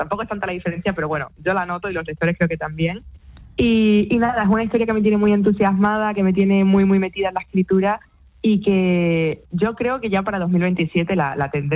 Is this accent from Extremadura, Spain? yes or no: yes; Extremadura, Spain; Y a mí me gusta mucho mi tierra, me gusta estar con mis amigas de allí, con mis abuelos, con mis tíos, con mis padres, con mi mascota.